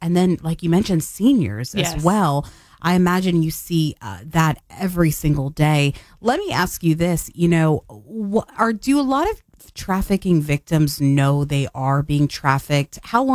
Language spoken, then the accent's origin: English; Tennessee, United States; I'm from Tennessee, born and raised